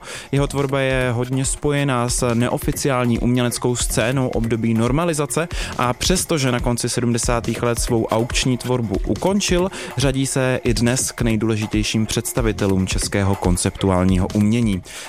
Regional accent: Hradec Králové, Hradec Králové Region, Czechia; Sám z tohoto města pocházím a vždy jsem velmi hrdý na to, že takovouto instituci mám ve svém rodném městě.

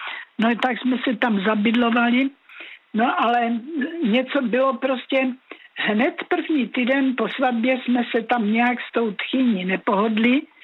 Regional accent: Bohemia, Czechia; moved away as an adult; now in Adamov, Czechia; já jsem rodačka z Čech, takže nepřišli na Moravu tam do toho Adamova, tak já jsem mluvila česky, že?

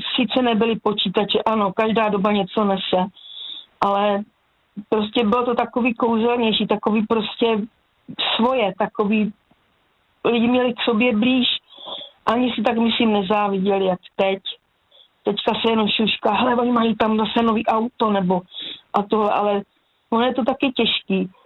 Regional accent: Hladov, Vysočina Region, Czechia; Vyrůstali jsme na Hájence, na Hladově a byli jsme vychovávaní povojensky.

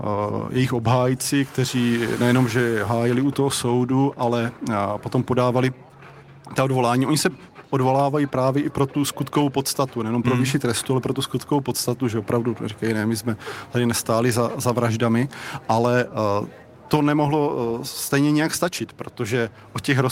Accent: Bučovice, South Moravian Region, Czechia; Já jsem znal Václava Drbolu z hodou okolností z toho důvodu, že jsem z Bučovic a on tam 7 let působil

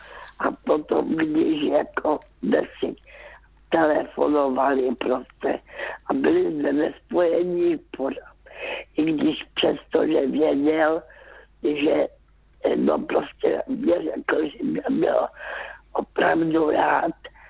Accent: Karolinka, Zlín Region, Czechia; born there; já už jsem byla vdaná a jezdívala jsem zpátky do Karolíky, zpátky do mého rodiště.

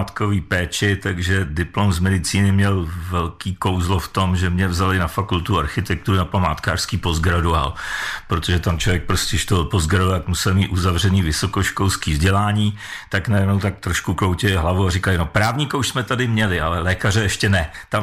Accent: Prague, Czechia; já jsem z Prahy původem

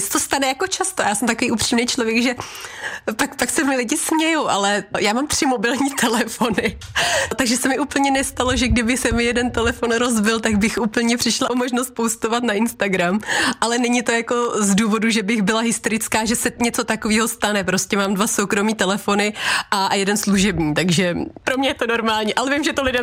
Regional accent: Tábor, South Bohemian Region, Czechia; born there; now in České Budějovice, Czech Republic; Já jsem se narodila v Táboře, ale v Táboře jsem nikdy nežila, takže se nemůžu považovat ani za táborandu, ale v Budějcích jsem už přes 10 let

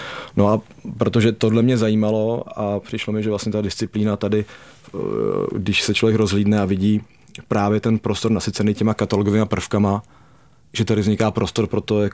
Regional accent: Prague, Czechia; Já třeba osobně jsem vyrůstal na Letný, takže jsem si hrál dole ve Strmovce ve Sputníku

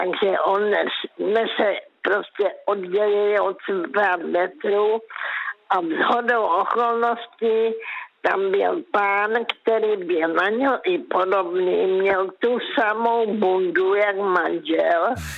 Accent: Karolinka, Zlín Region, Czechia

